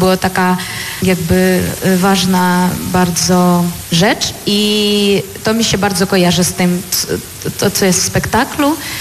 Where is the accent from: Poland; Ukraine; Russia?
Ukraine; moved away; bo pochodzę z Ukrainy